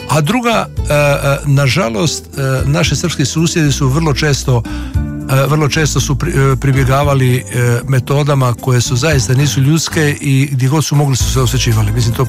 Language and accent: Croatian; Split, Split-Dalmatia County, Croatia; dok sam odrastao u Splitu